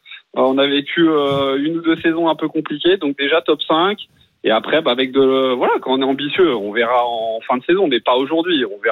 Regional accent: Rennes, Brittany, France; Alors en tant que Rennais, bah ça reste quand même pour moi des joueurs qui sont affiliés avec du jaune et du vert

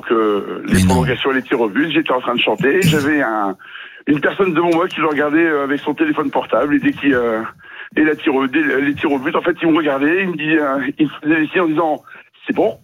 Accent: Paris, Île-de-France, France; Ah, j'étais pour Paris. Je suis parisien.

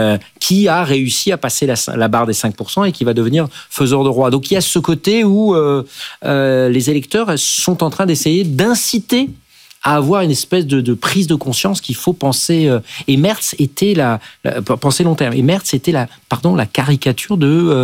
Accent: France; chez nous en France

